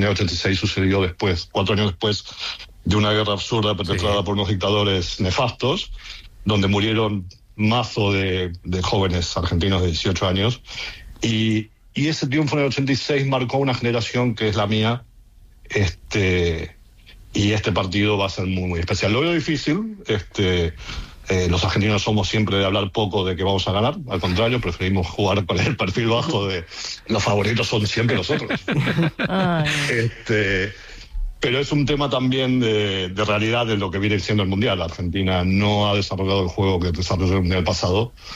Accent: Spain; moved away; soy español también. Me vine aquí en el año 99, con lo cual me voy a sentir ganador de entrada.

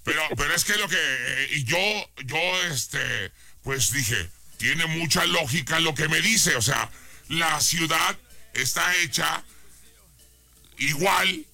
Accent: Guadalajara, Jalisco, Mexico; now in Aguascalientes, Mexico

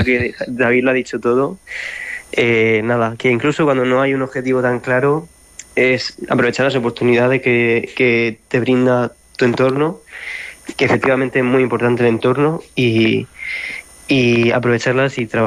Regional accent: Murcia, Region of Murcia, Spain; Yo soy de Murcia capital, pero bueno, empecé a estudiar en Lorca precisamente porque sabía lo que quería y fui a buscarlo a Lorca.

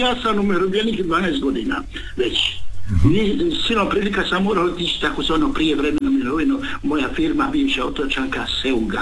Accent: Zadar, Zadar County, Croatia; born there; ja sam rođen na Putamiki davne 54. godine

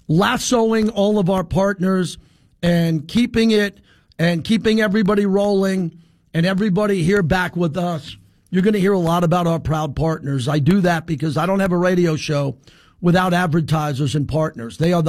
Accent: New York, United States; now in Las Vegas, United States; I'm a New Yorker. I'm born and raised in New York and Long Island.

